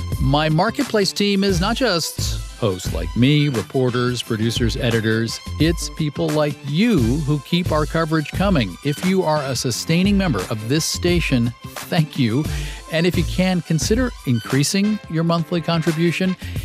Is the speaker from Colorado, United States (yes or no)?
no; Rock Island, Illinois, United States; from Rock Island.